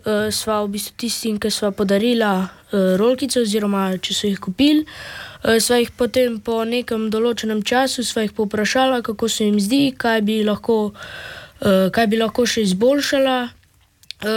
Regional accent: Littoral–Inner Carniola, Slovenia; ker smo mi iz Primorsko-notranjske regije

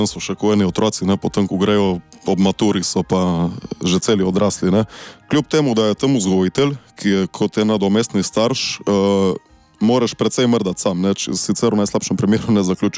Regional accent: Vrbica, Littoral–Inner Carniola, Slovenia; Ja, jaz prihajam iz Vrbice pri Ilirski Bistrici, kjer sem tudi zaključil osnovno šolo.

